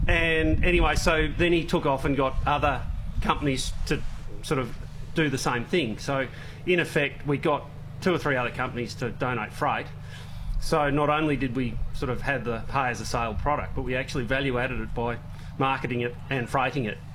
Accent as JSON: {"language": "English", "town": "Camperdown", "region": "Victoria", "country": "Australia", "moved": "yes", "lives_now": "Wimmera, Australia", "said": "I'm actually a Camperdown ringing once upon a time"}